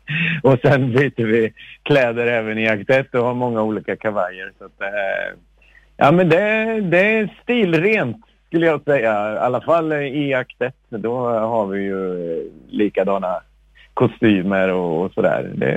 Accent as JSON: {"language": "Swedish", "town": "Norrköping", "region": "Östergötland", "country": "Sweden", "also_born_or_lived": "Gothenburg", "moved": "yes", "said": "Både Bruno, Peter och jag är från Norrköping ursprungligen"}